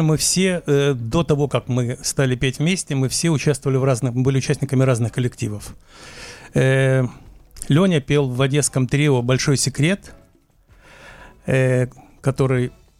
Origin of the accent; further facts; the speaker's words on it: Saint Petersburg, Russia; also born or lived in Moscow; Я рожден в Москве, прожил в Москве полтора года, а вообще ленинградец. То есть у меня полсемьи из Лен